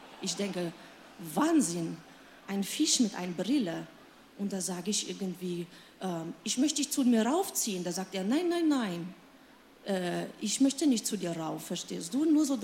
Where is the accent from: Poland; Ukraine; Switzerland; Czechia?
Poland; German is a second language; Bitte nicht wundern, ich spreche ein bisschen komisch, weil ich komme aus Polen.